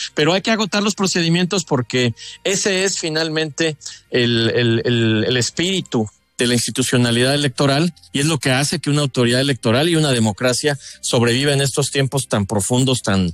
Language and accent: Spanish; Mexico; Porque los que venimos de fuera, en mi caso yo soy mexicano